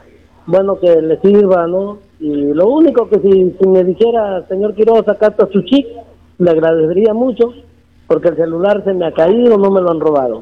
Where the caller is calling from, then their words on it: Olmos, Lambayeque, Peru; yo ya he vivido muchos años de vida ya, y viendo mi pueblo de Olmos con sus 453 aniversarios siempre en el olvido.